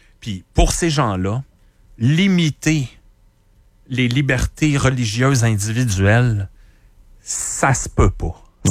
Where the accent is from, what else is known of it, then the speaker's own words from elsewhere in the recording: Canada; On est des Canadiens français catholiques.